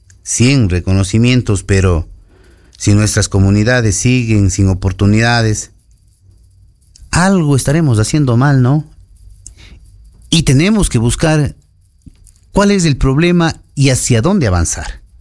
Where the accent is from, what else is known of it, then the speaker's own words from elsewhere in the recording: Cañar, Ecuador; nosotros que somos de aquí